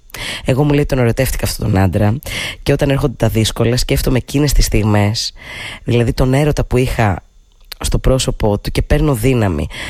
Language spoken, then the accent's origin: Greek; Thessaloniki, Central Macedonia, Greece; moved away; εννοώ εγώ ρε παιδάκι μου και κάποιοι άλλοι φίλοι μου που φύγαμε από τη Θεσσαλονίκη και ήρθαμε στην Αθήνα και μετά εμένα η ζωή με έστειλε ακόμη πιο κάτω.